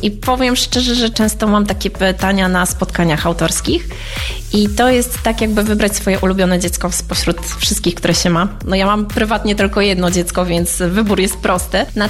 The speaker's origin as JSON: {"language": "Polish", "town": "Iława", "region": "Warmian-Masurian Voivodeship", "country": "Poland", "said": "Chcę, żeby wszędzie, gdzie pojawię się na spotkaniu autorskim, wybrzmiało, że jestem z Iławy."}